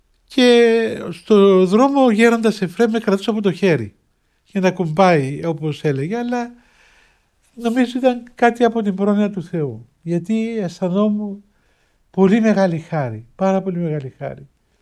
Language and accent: Greek; Cyprus; εγώ είμαι Κύπριος, μόνος φτάνει από την Κύπρο